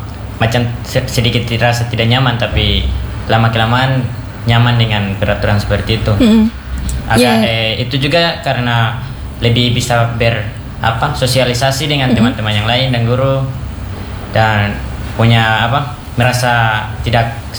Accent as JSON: {"language": "Indonesian", "area": "Meos Mansar District", "region": "Southwest Papua", "country": "Indonesia", "tie": "born or raised there", "said": "Asli saya berasal dari Kampung Sawingrai di Distrik Meos Mansa."}